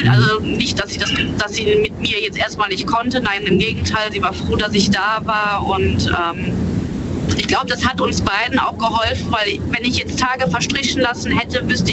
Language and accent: German; Hennef, North Rhine-Westphalia, Germany; Hennef. Ich komme aus Hennef.